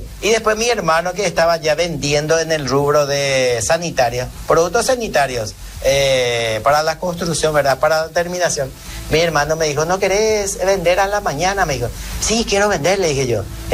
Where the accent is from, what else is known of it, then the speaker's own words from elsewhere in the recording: Eugenio A. Garay, Guairá, Paraguay; moved away; yo vine de la campaña de Eugenio Agaray, de a 40 kilómetros de Villarrica, frente mismo al Cerro de Uiturusú, ahí por donde se sube al Cerro Tres Candú. Ahí yo nací y de una familia de agricultor